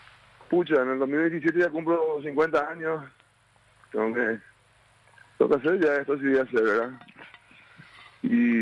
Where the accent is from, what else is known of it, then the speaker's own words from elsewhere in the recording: Paraguay; Como a veces digo, somos los paraguayos, ¿verdad?